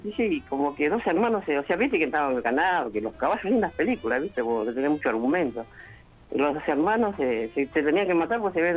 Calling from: Pilar, Buenos Aires Province, Argentina; acá de Pilar.

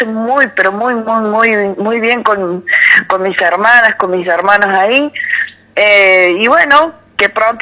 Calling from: Puerto Madryn, Chubut, Argentina; Estoy llamando de Puerto Madryn

